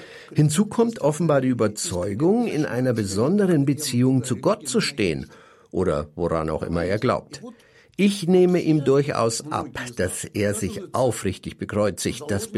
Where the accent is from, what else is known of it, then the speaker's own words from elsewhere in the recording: Russia; moved away; Ich selbst bin aus Russland emigriert, weil ich nicht in einer Welt leben wollte, die sich Wladimir Putin ausgedacht hat.